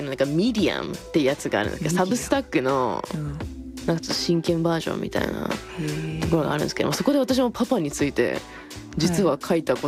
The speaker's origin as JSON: {"language": "Japanese", "region": "Fukuoka", "country": "Japan", "tie": "born or raised there", "said": "私福岡生まれなんですけど、うん、ずっと海と山で育って"}